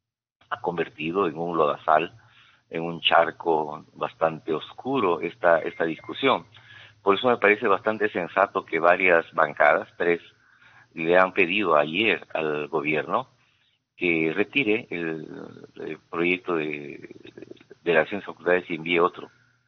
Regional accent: Huánuco, Peru; cómo nos ubicamos los huanuqueños en el contexto nacional

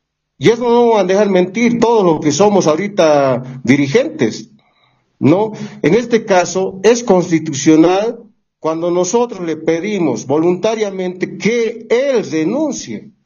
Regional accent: Bolivia; nosotros nos sentimos decepcionados como bolivianos y bolivianas

